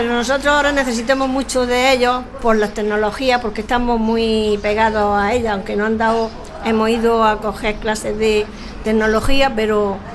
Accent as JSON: {"language": "Spanish", "country": "Spain", "tie": "born there", "moved": "as an adult", "lives_now": "La Olla, Spain", "said": "Nací en la pedanía de Marchena. Pero me vine aquí cuando tenía 20 años"}